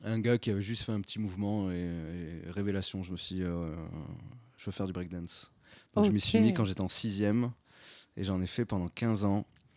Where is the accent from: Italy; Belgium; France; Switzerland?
France; Léguevin, Occitanie; born there; also born or lived in Bourg-la-Reine / Vélizy-Villacoublay / Muret; 8-9 ans et c'est à cet âge-là après qu'on est parti dans le sud à Muret, un an à Muret et après à Léguevin. J'ai fait toute mon adolescence à Léguevin.